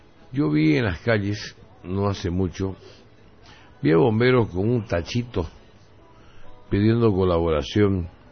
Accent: Santa Cruz, Bolivia; como cruceño, como periodista

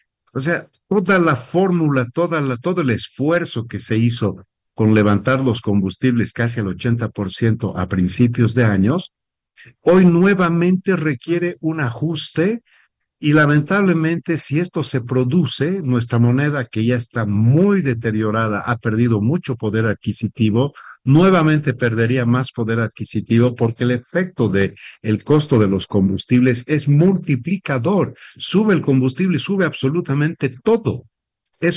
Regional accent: Bolivia; Necesitamos definir como bolivianos qué horizonte vamos a tratar de aquí en adelante.

